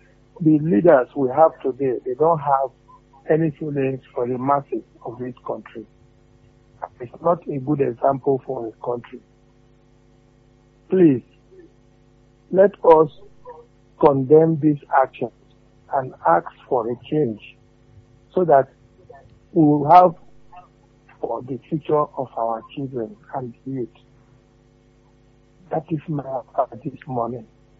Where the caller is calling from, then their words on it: Nigeria; Coming from Oluguaru.